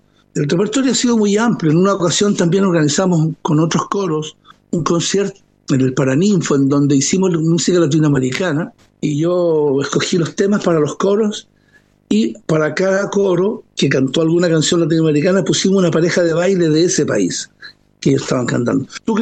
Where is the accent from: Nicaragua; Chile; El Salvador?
Chile; also born or lived in Santa Brígida; now in Canary Islands, Spain; yo soy chileno